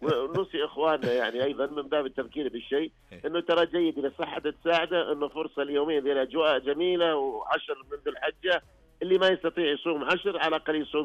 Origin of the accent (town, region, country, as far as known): Saudi Arabia